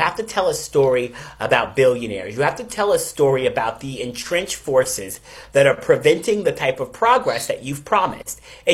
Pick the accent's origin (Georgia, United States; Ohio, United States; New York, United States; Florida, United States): New York, United States; And I watch this very clearly as a New Yorker, watching what was happening here in during this election cycle